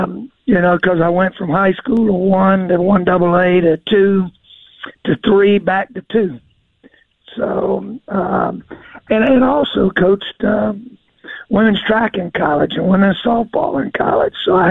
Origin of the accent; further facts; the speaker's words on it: Macon, Georgia, United States; moved away; Well, I grew up in Macon, Georgia